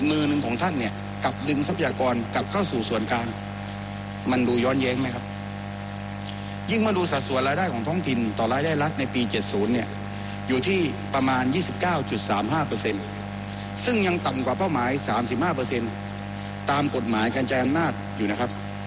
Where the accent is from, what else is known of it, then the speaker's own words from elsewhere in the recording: Songkhla, Thailand; ผมขอกลับมาที่บ้านเกิดของผมจังหวัดสงขลาจังหวัดสงขลาคือประตูเศรษฐกิจและพื้นที่ยุทธศาสตร์สำคัญของภาคใต้